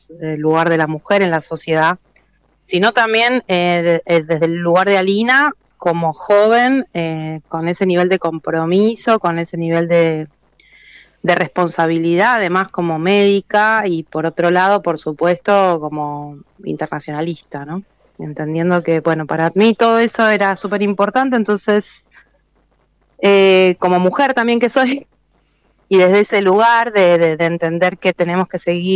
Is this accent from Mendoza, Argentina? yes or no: yes; Mendoza, Argentina; lo debía yo fundamentalmente por eso de que soy un poco mendocina, viste, también.